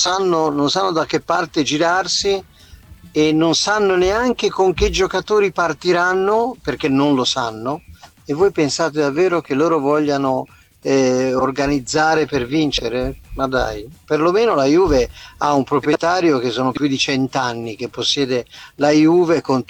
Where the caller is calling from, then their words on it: Lucca, Tuscany, Italy; da Lucca.